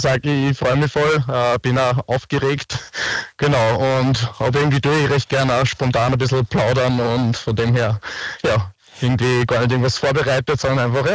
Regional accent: Upper Austria, Austria; accent: Upper Austrian dialect; now in Vienna, Austria; bei mir hört man es vielleicht ein bisschen am Dialekt. Ich bin ein Oberösterreicher, ich komme aus Christkirchen, wohne aber in Wien. Jetzt gerade rufe ich vom Traunsee an.

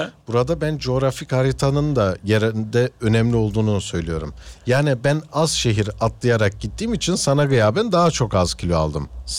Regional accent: Kayseri, Turkey; Sonrasında ana yurdum memleketimiz Kayseri.

